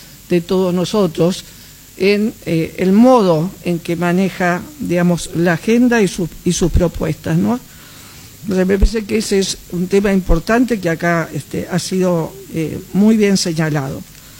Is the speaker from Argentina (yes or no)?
yes; Argentina; en mi país, en la República Argentina